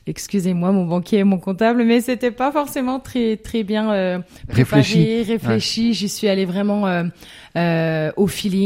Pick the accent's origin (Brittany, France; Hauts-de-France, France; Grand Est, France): Grand Est, France; moved away as an adult; now in Le Vernet, France; Alors, moi, je viens tout droit du département des Vosges, où j'ai grandi dans une fratrie de 5 enfants, où j'ai eu une enfance tout à fait ordinaire.